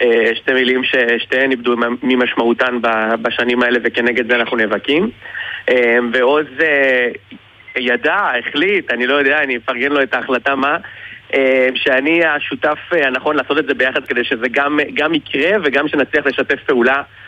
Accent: Kiryat Gat, Southern District, Israel; אני מקריית גת, בן 30

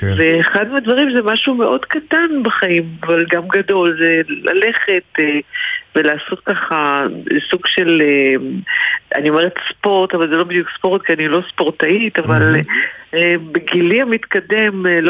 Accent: Tel Aviv, Tel Aviv District, Israel; בתוך העיר תל אביב שאני כל כך אוהבת. וזה התחבר לי ביחד, כי כל חיי גדלתי פה, הוריי ילדו אותי פה, ואני מאוד אוהבת את העיר

